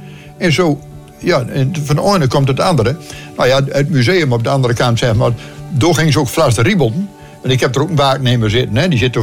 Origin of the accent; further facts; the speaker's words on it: Friesland, Netherlands; born there; Ik ben in Friesland geboren trouwens